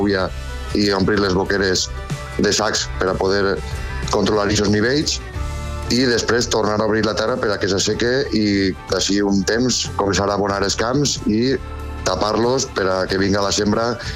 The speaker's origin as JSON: {"language": "Catalan", "town": "Albalat de la Ribera", "region": "Valencian Community", "country": "Spain", "said": "soc d'Albalà de la Ribera, un poble de la Ribera Baixa del riu Xúquer, i soc arrosser."}